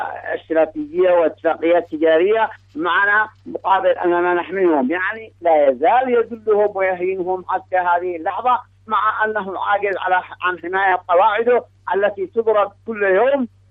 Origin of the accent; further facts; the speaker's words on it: Yemen; نحن كيمنيين